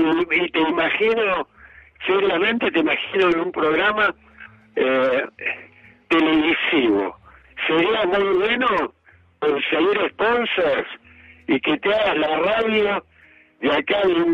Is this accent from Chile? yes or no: no; Mar del Plata, Buenos Aires Province, Argentina; born there; Nací en Mar del Plata, he tenido la oportunidad de viajar